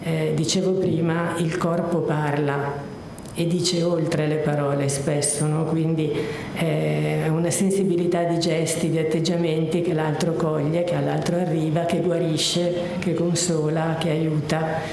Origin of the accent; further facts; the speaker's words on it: Rome, Lazio, Italy; io vengo da Roma